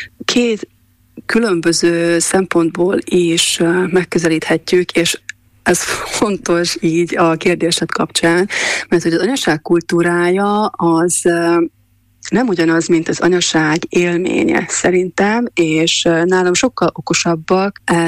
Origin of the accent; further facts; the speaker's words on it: Trnava Region, Slovakia; now in London, United Kingdom; mint otthon Csallóközben.